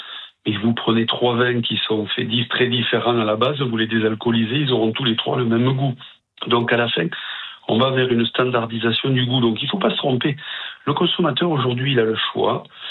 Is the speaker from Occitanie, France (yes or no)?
yes; Occitanie, France; moi je suis originaire des Corbières